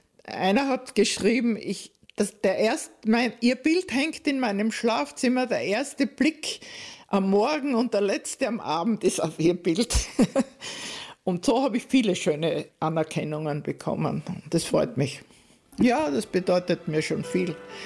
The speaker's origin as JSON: {"language": "German", "town": "Bad Radkersburg", "region": "Styria", "country": "Austria", "tie": "born or raised there", "said": "Ja, ich bin als Kind in Radkersburg aufgewachsen."}